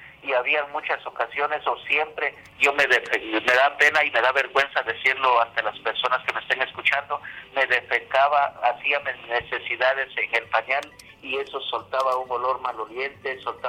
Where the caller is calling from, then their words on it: Comitancillo, San Marcos, Guatemala; Le estoy llamando de aquí de San Marcos, Comitancillo.